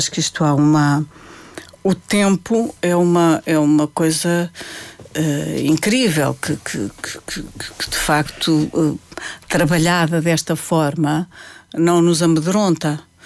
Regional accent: Portugal; o próprio facto de eu ser portuguesa a cantar

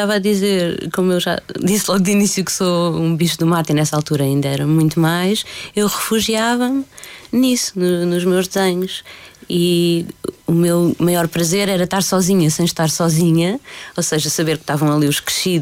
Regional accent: Lisbon, Portugal; also born or lived in Rifana; Eu, apesar de ter vivido sempre em Lisboa, tecnicamente não nasci em Lisboa, nasci numa aldeia chamada A Rifana

